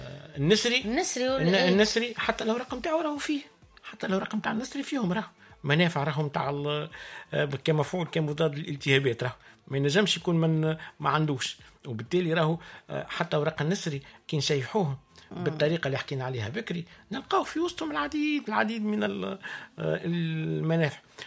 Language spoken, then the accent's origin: Arabic; Sahel, Tunisia; كما نقولوا احنا عندنا في الساحل